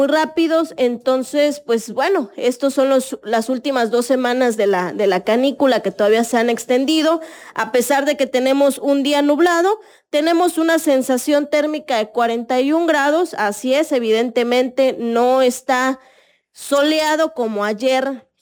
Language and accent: Spanish; Mexico